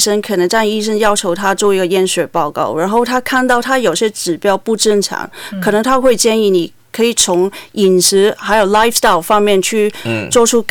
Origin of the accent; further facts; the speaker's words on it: Hong Kong; 广东曲，因为我是香港人嘛